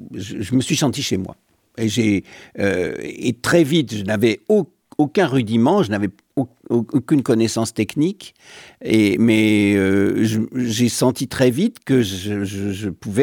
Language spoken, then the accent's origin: French; Paris, Île-de-France, France; Je suis petit parisien plutôt banlieusard, mais parisien, oui.